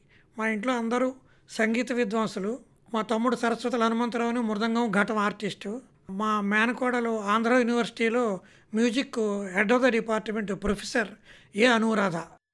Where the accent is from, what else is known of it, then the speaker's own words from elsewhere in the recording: Bodapadu Agraharam, Andhra Pradesh, India; మాది స్వస్థలం తాడేపల్లిగూడెం సమీపంలో బోడపాడు అగ్రహారం అండి, పల్లెటూరు పూర్తిగా.